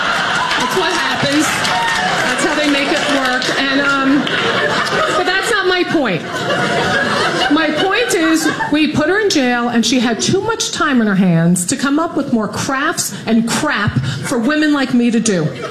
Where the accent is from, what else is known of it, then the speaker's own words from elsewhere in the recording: New Jersey, United States; Martha grew up in New Jersey. I grew up in New Jersey. Nobody marinades in New Jersey.